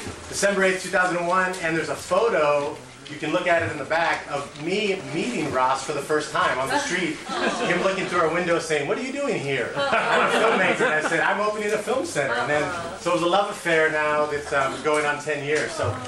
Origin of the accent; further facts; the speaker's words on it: Italy; moved away; I'm from Italy, and everything's late.